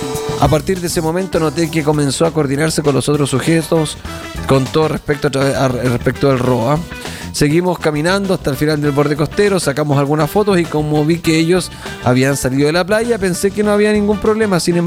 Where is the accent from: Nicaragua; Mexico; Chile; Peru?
Chile; nos disculpamos como chilenos por estas cosas.